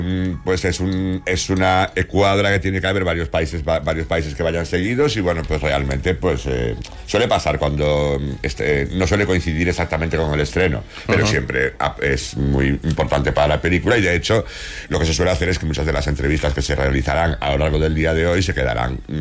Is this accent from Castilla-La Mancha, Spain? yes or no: no; Foz, Galicia, Spain; Pues fíjate que en mi pueblo, en Foz, tiene que haber hoy unos buenos enfrentamientos